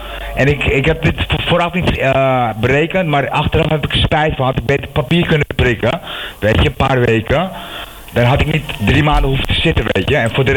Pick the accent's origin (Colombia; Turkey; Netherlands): Turkey; Ik ben Turk. Ik ben Turk voor Turk.